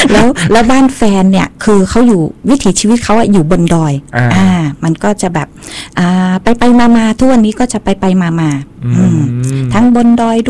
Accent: Nan Province, Nan, Thailand; moved away as an adult; now in Chiang Mai, Thailand; พี่มาจากจังหวัดน่านอยู่บ้านป่ากลาง

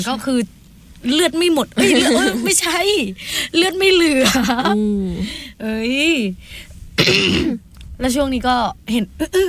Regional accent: Phang Nga, Thailand; accent: southern; คนพังงาเมืองสวยในหุบเขาค่ะ

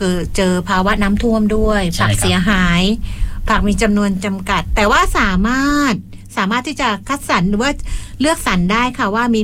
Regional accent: Phuket, Thailand; เราเป็นชาวภูเก็ต

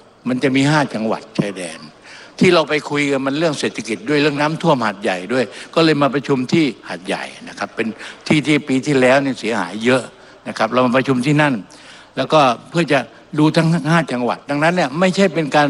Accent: Songkhla, Thailand; ผมเป็นคนสงขลา

